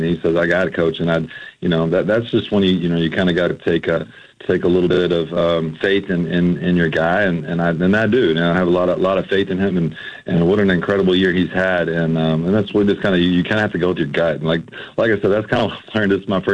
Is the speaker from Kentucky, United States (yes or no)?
yes; Louisville, Kentucky, United States; So I grew up in Louisville, so if I win or I lose, I'm still going to live in that city.